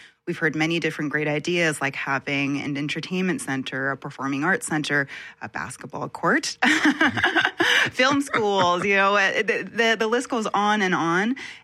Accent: Manitoba, Canada; I'm very proud to be as much a Filipino Manitoban and a Manitoban.

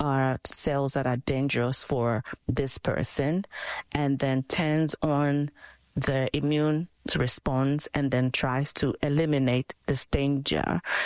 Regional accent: Ghana; I grew up in Ghana, West Africa, so it was really very obvious and very evident, the contrast between the parts that had the vitiligo affected and the parts that were normal.

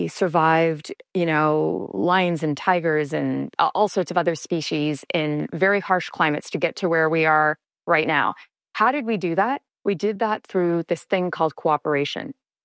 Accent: Canada; I'm a Canadian, I would have never thought that that our relationship with the U.S. would become destabilized.

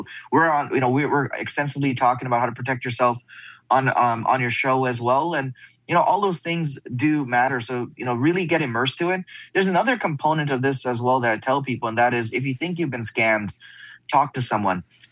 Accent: Canada; we're two guys from Canada out in, out in the US.

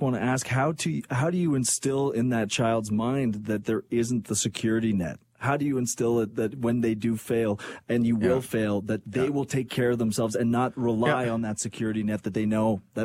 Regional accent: Montreal, Quebec, Canada; moved away; I grew up in Montreal.

